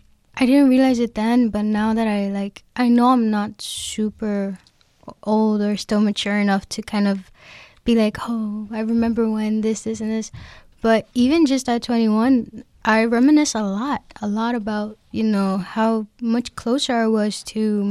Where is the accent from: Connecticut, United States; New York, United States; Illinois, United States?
New York, United States; we grew up in the Bronx, so obviously we grew up in apartment buildings